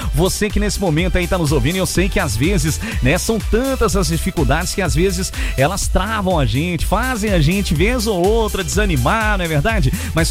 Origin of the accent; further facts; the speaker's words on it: Minas Gerais, Brazil; onde eu chego a camisa do Cruzeiro, o pessoal vai falar, ó, o mineirinho aí, ó. Ó, o mineiro aí, ó. Mas, e também a fala, né?